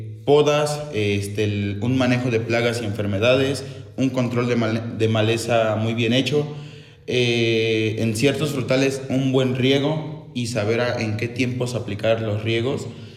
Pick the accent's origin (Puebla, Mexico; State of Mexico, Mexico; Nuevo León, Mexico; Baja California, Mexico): Puebla, Mexico; Hueytamalco; Yo vengo de la localidad del Progreso, Guaitamalco, Puebla.